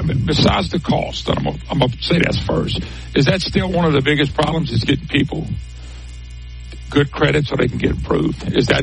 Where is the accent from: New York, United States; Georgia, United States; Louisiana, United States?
Louisiana, United States; Plaquemine; now in Lafayette, United States; I grew up and born and raised in Plaquemine, Baton Rouge area, but I'm in Lafayette area